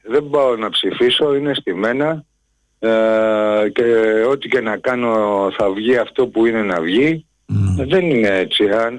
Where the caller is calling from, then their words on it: Pallini, Attica, Greece; από Παλίνη.